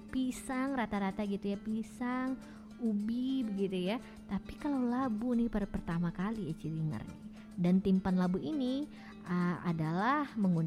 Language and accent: Indonesian; West Sumatra, Indonesia; lape kalau kita orang Minang bilang